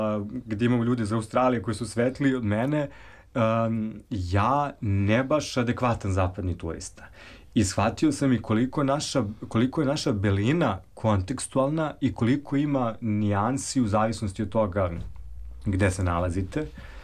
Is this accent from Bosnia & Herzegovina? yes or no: no; Serbia; Odakle ste, ja kad sam rekao Srbija, on je zastao